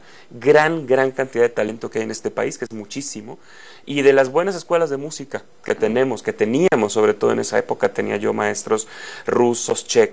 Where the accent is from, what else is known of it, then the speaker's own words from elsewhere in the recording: Guanajuato, Mexico; born there; Familia de ingenieros, uh-huh, guanajuatenses, nací en Guanajuato.